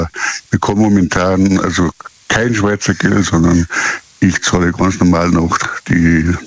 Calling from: Rosenheim, Bavaria, Germany; accent: Bavarian; ich komme aus Rosenheim, sprich aus Bayern.

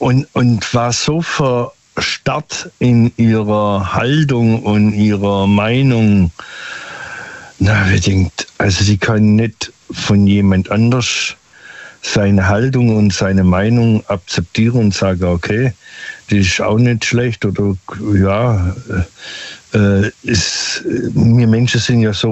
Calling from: Stuttgart, Baden-Württemberg, Germany; Vom Großraum Stuttgart.

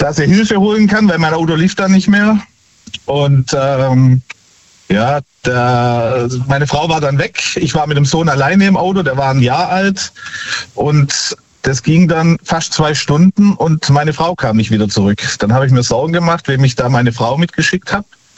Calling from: Nehren, Baden-Württemberg, Germany; Ja, ich komme aus Nähren bei Tübingen.

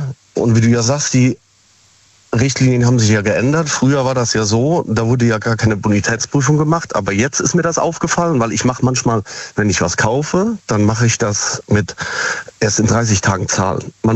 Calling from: Siegen, North Rhine-Westphalia, Germany

